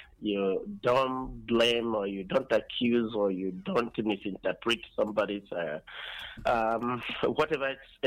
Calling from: Akezi, Ebonyi, Nigeria; I'm calling you from Akezi, Ebonyi State.

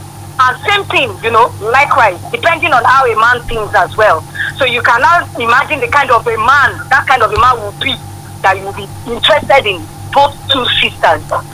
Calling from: Ibadan, Oyo, Nigeria; calling from Ibadan.

